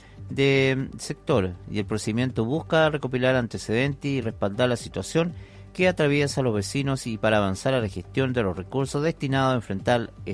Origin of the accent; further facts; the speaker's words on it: Hualaihué, Los Lagos, Chile; finalmente somos chilenos, como todos, especialmente en la comuna de Gualaihue.